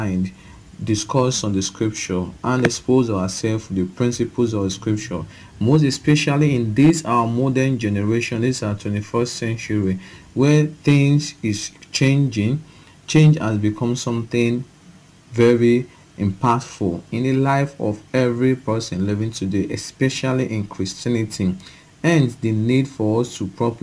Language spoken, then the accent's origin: English; Okada, Edo, Nigeria; from Okada Town, Edo State, Nigeria.